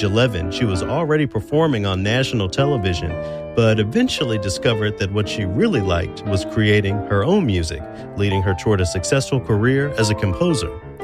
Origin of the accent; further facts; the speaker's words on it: Memphis, Tennessee, United States; Born in my hometown of Memphis back in 1945